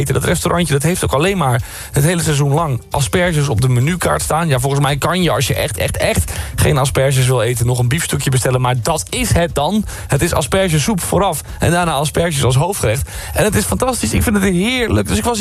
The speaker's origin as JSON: {"language": "Dutch", "region": "Zeeland", "country": "Netherlands", "said": "Ik kom uit Zeeland, dus Zeeuws-Vlaanderen is dan niet heel ver weg."}